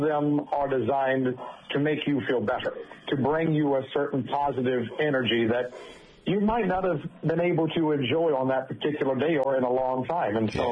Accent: Virginia, United States; growing up in Virginia, life was a little on the quieter side.

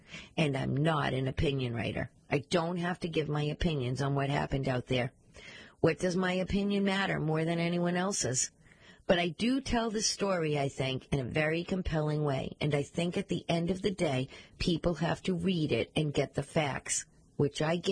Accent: Brockton, Massachusetts, United States; I grew up in Brockton. I always, everywhere I go, I'm proud of being from Brockton, and I wouldn't be where I am today without having grown up in Brockton the way that I did.

